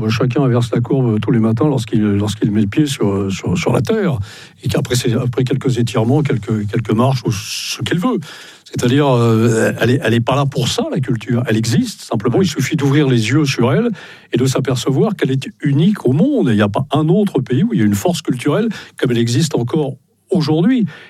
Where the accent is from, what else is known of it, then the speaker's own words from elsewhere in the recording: Brittany, France; c'est pas parce que je suis breton que je ne fais pas partie.